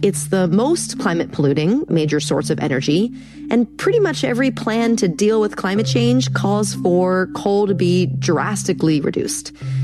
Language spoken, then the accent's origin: English; Philadelphia, Pennsylvania, United States; I grew up and live in the Philadelphia area, and we're seeing flooding, wildfire heat trends like I have never seen before.